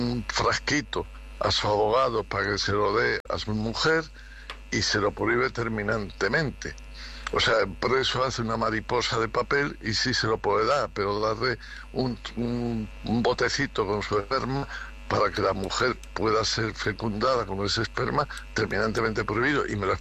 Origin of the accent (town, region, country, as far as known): Spain